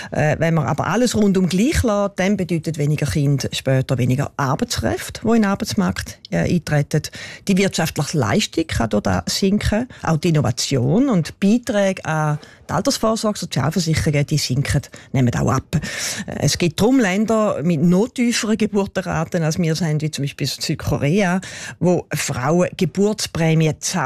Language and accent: German; Switzerland; Und Bauchweh macht auch das Tempo, mit dem es runtergeht, bei uns in der Schweiz.